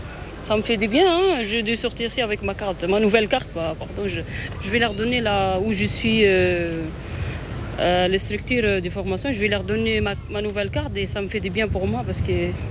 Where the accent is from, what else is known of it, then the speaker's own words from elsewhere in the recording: Tunisia; now in France; Je suis tunisienne, oui.